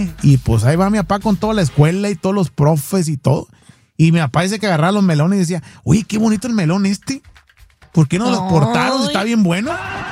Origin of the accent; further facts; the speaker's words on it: Sinaloa, Mexico; moved away; Allá de donde soy yo, de Sinaloa